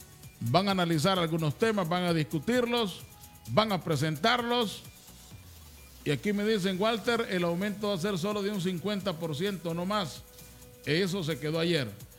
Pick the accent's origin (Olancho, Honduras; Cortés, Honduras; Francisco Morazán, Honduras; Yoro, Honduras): Yoro, Honduras; Olanchito; aquí vivimos, aquí nacimos, aquí crecimos y muchos aquí vamos a morir.